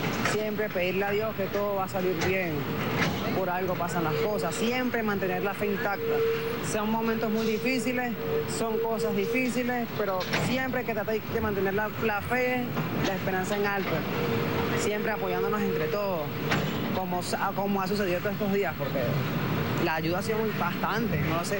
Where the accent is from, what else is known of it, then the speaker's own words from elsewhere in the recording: Venezuela; como todos somos venezolanos, la idea es ayudarnos entre todos